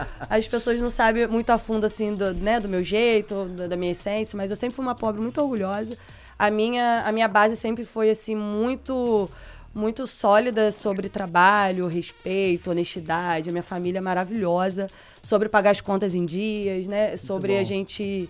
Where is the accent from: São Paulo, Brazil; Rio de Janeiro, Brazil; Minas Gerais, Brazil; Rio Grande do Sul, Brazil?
Rio de Janeiro, Brazil; Cabo Frio; Desde criança, sou de Cabo Frio.